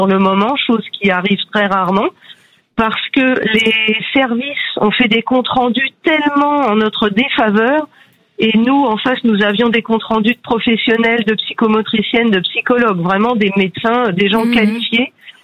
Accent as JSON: {"language": "French", "town": "Falaise", "region": "Normandy", "country": "France", "said": "Parce qu'on est de Falaise, une petite ville auprès de Falaise du Calvados."}